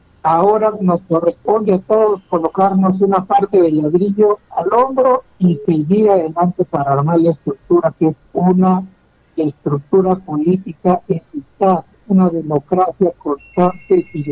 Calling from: Morales, San Martín, Peru; soy del distrito de Morales principalmente.

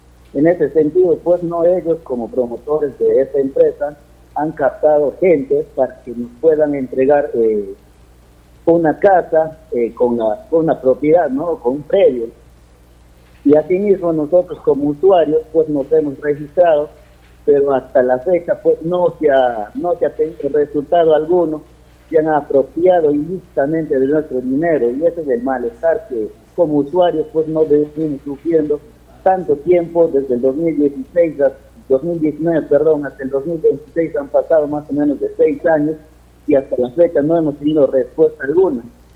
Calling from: Bellavista, Pinto Recodo district, San Martín, Peru; Soy del caserío de Bellavista, jurisdicción del distrito Pinto Recodo.

